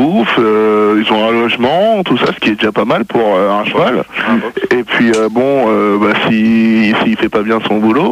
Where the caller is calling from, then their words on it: Romania; J'appelle de Roumanie.